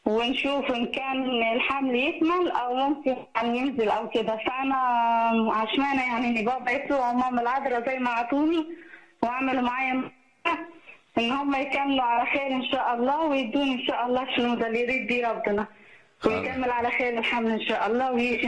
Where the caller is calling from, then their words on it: Sohag, Sohag Governorate, Egypt; من سوهاج.